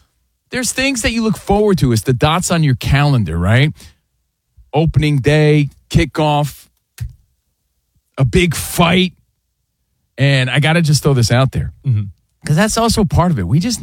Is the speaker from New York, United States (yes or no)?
no; Union, New Jersey, United States; we're from the East Coast, from Union, New Jersey, home of the world's tallest water sphere, and me.